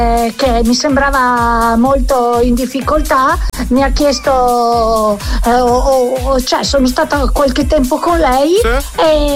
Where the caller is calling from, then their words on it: Pordenone, Friuli-Venezia Giulia, Italy; Ciao ciao … di Pordenone.